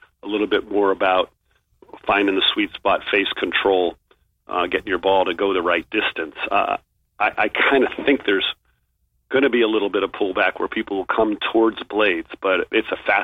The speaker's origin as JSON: {"language": "English", "region": "Northeast", "country": "United States", "tie": "born or raised there", "moved": "yes", "lives_now": "the South, United States", "said": "when I grew up in the Northeast, we putted on bent grass or poiannua grass. And when you'd come down to the South, where we are now"}